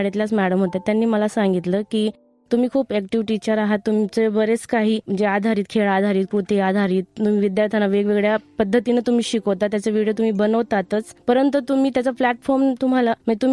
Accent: Bilgaon, Maharashtra, India; moved away; मी मूळची नंदुरबार जिल्ह्याची, अतिदुर्गम भाग आहे, आदिवासी भाग आहे, बिलगाव हे गाव आहे आणि तालुका धडगाव.

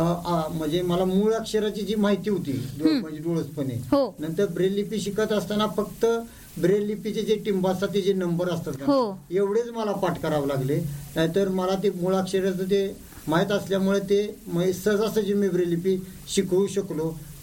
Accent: Karad, Maharashtra, India; कारण मी माझं गाव कराड आणि आमच्या कराड मधून एक शिक्षक ते जळगावला होते

